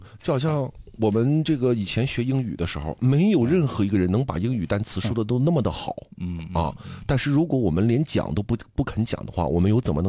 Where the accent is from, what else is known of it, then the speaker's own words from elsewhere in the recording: China; 我们中国人有一个小的问题，就是不善于交流